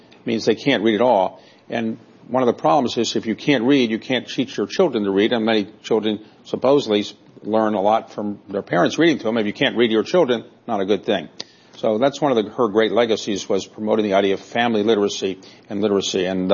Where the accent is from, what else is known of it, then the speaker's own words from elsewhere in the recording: Baltimore, Maryland, United States; So Nancy Pelosi, my own connection was that I'm from Baltimore.